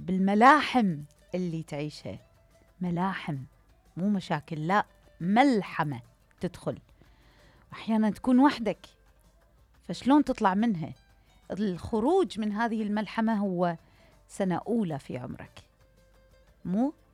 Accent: Iraq; وخبراتنا هواية احنا كعراقيين اعتقد

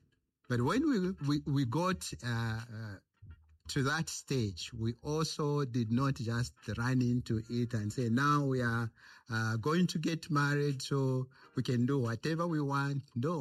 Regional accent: North-Western Province, Zambia; Lunda, I'm Lunda from Northwestern. Marrying a Bemba from Northern, that's impossible.

